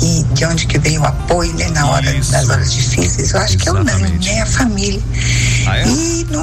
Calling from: Sobradinho, Federal District, Brazil; de Sobradinho.

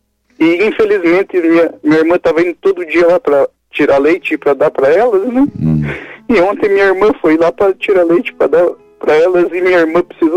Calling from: Curitiba, Paraná, Brazil; Sou de Curitiba.

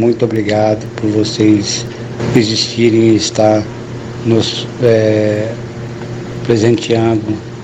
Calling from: Araguaína, Tocantins, Brazil; sou aqui de Araguaína, Tocantins.

